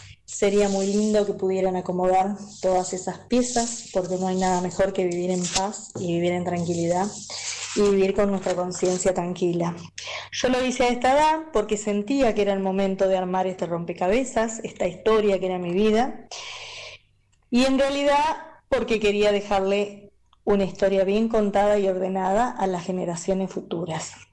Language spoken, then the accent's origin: Spanish; Carlos Tejedor, Buenos Aires Province, Argentina; now in La Plata, Argentina; soy de Carlos Tejedor, provincia de Buenos Aires, pero hace 40 años que vivo en la ciudad de Las Diagonales, ciudad que amo y donde he formado familia, estudios y demás.